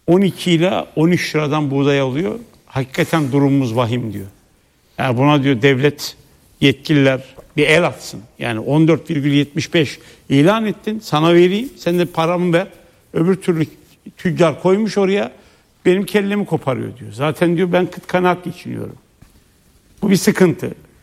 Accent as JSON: {"language": "Turkish", "region": "Nevşehir", "country": "Turkey", "said": "Nevşehir'den bir çiftçi yazmış. Ben Nevşehirliyim bu arada."}